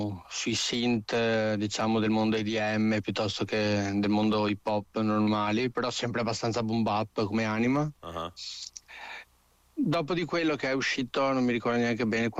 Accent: Venice, Veneto, Italy; appunto, vengo da Venezia

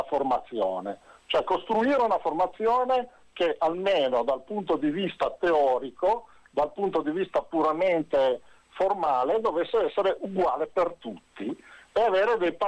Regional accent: Sanremo, Liguria, Italy; io sono di Sanremo, Imperia

